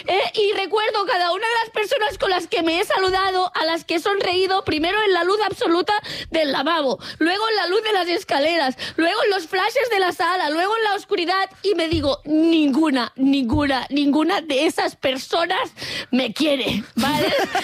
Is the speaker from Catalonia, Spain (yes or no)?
yes; Catalonia, Spain; Sabemos que soy catalana.